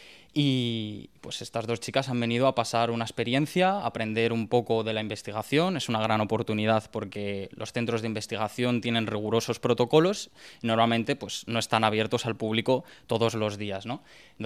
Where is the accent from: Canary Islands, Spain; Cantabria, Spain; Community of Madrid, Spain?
Community of Madrid, Spain; Madrid; yo hice biología en Madrid, soy madrileño, estudié en la Universidad de Alcalá